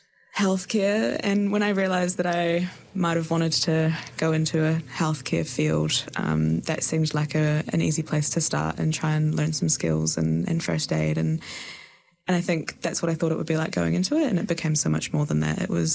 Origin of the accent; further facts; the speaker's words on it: Alexandra, Otago, New Zealand; moved away as an adult; now in Dunedin, New Zealand; I grew up in Central Otago.